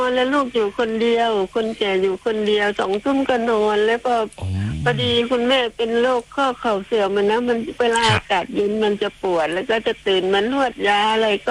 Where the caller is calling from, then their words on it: Krabi, Thailand; สวัสดีลูกโทรจากกระบี่นะคะ